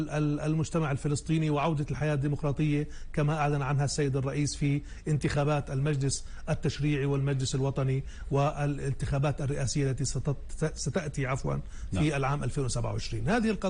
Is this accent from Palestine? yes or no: yes; Palestine; نحن جميعا كفلسطينيين